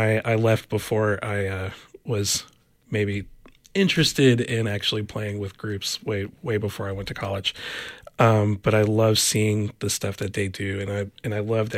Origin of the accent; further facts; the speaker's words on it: Warner Robins, Georgia, United States; One of the earliest I ever found was in my hometown in Warner Robins, Georgia.